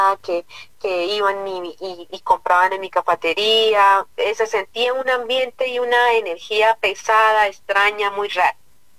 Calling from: La Belleza, Santander, Colombia; La Belleza Santander.

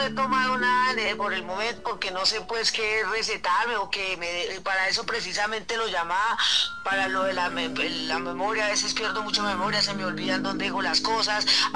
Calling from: Villapinzón, Cundinamarca, Colombia; yo soy del municipio de Villapinzón.

